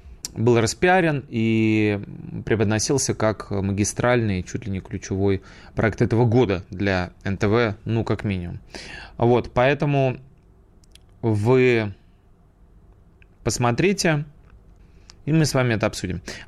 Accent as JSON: {"language": "Russian", "region": "Saint Petersburg", "country": "Russia", "lives_now": "Moscow, Russia", "said": "Я, например, из Санкт-Петербурга сюда был перевезен, ну, еще во времена Ленинграда, давным-давно."}